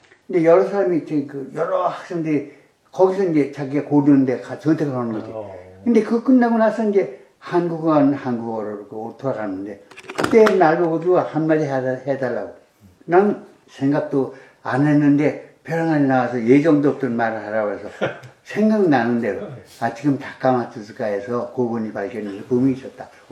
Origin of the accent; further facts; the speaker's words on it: Seoul, South Korea; born there; 근데 내가 하는 난 서울 태생인데 네.